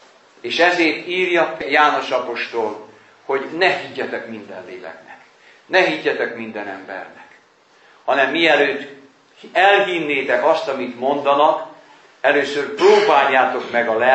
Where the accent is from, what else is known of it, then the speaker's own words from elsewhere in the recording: Vojvodina, Serbia; moved away; Odahaza Vajdaságban